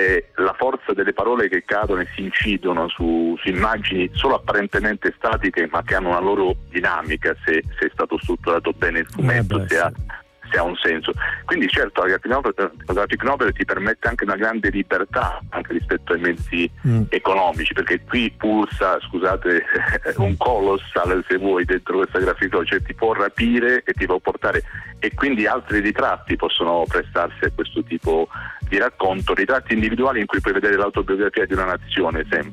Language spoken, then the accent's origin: Italian; Apulia, Italy; Lui è meridionale come me, io pugliese